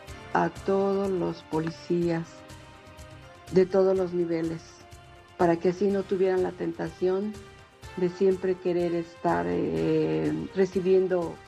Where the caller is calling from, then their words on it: New Mexico, United States; de Nuevo México.